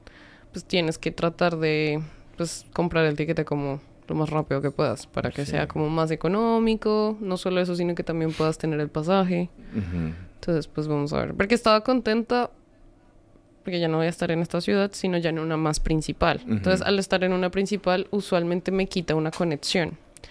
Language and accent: Spanish; Colombia; O sea, yo toda mi vida viví en Colombia, no tenemos estaciones, son las vacaciones de mitad de año, duran 3 semanas